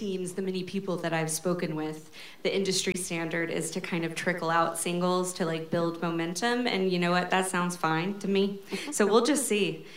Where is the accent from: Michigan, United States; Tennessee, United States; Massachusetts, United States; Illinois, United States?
Tennessee, United States; Knoxville; moved away as an adult; also born or lived in Nashville, Tennessee / New York; I was born in Nashville. I lived there until I was 7 years old, and then we moved to Knoxville for my dad's job.